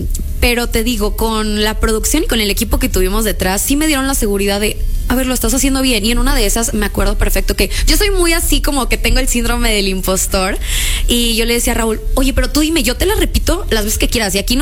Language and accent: Spanish; Reynosa, Tamaulipas, Mexico; also born or lived in Monterrey; No, pero a ver, todos piensan que soy también de Tamaulipas porque me crié en frontera.